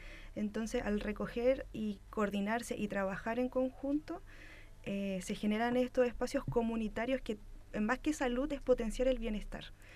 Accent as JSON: {"language": "Spanish", "country": "Chile", "said": "como sociedad o como chilenos o como país"}